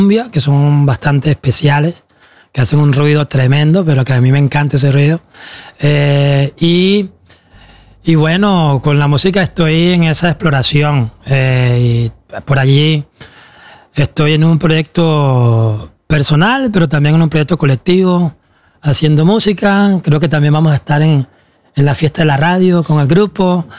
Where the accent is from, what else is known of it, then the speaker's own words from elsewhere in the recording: Colombia; now in Oslo, Norway; Y luego que me mudé a Oslo, aunque siempre había tocado percusión en Colombia